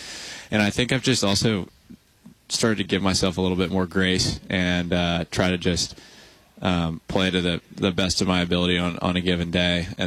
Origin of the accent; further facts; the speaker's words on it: Houston, Texas, United States; I am from Houston, Texas.